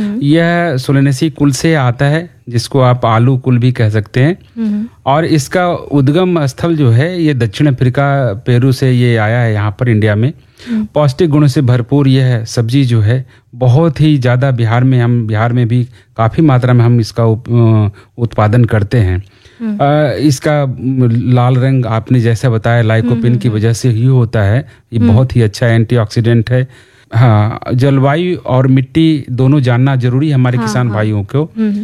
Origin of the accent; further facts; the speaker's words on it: Bihar, India; हमारे यहाँ बिहार में